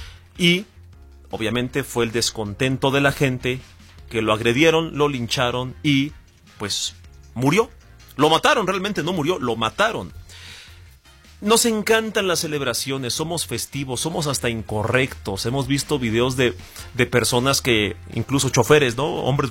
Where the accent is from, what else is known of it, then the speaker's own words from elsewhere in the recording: Mexico; ¿Qué permiso tenemos como mexicanos?